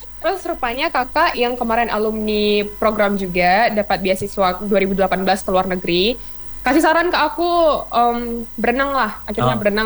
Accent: Indonesia; moved away; also born or lived in Canada

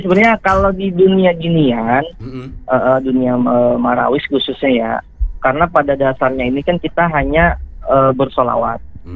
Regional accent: Tasikmalaya, West Java, Indonesia; saya sih orang Sunda juga, Tasik.

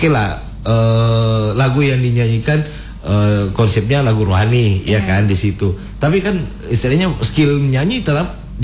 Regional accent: North Sulawesi, Indonesia; kita orang Sangir

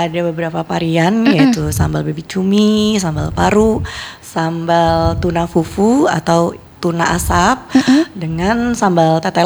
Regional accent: Kalimantan, Indonesia; Karena saya pikir kan saya orang Kalimantan ya. Suku saya juga Banjar.

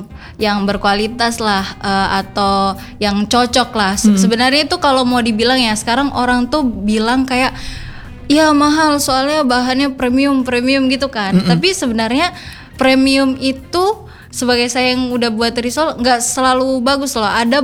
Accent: Java, Indonesia; now in Palu, Indonesia; saya besar lagi di Jawa

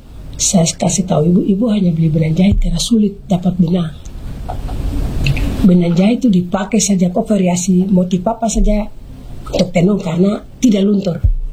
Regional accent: Southwest Papua, Indonesia; Iya, karena saya … ini perempuan maibrat. Marga saya memang orang Jayapura. Saya … orang maibrat.

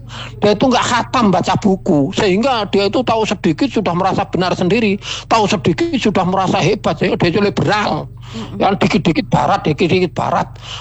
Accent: Indonesia; kesadaran kita sebagai orang bangsa Indonesia yang banyak beragam, mulai dari suku, agama dan lain sebagainya

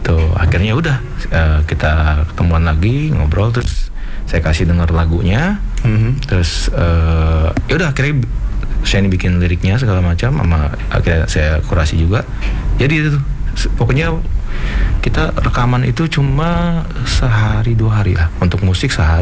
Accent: Jakarta, Indonesia; born there; Asli kalau lahir Jakarta.

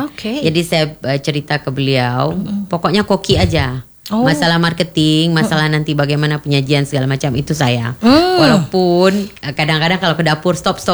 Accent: Aceh, Indonesia; saya adalah orang Aceh

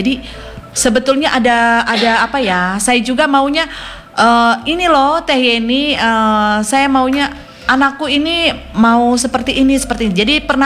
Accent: Manado, North Sulawesi, Indonesia; gue mah kan orang Manado. aku mah ada bukan orang Sunda gitu kan

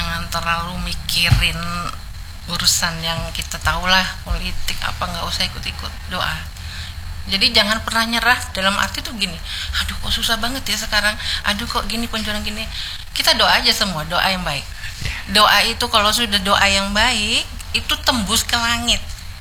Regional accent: North Sumatra, Indonesia; Kalau kita orang Batak kan

